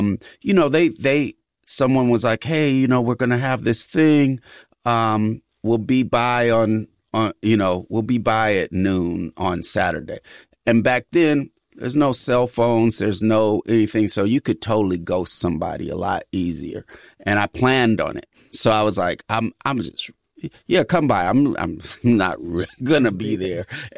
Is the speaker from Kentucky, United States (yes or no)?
no; California, United States; obviously I come from the Bay Area, so I'm going to, you know, shoot shots on that behalf.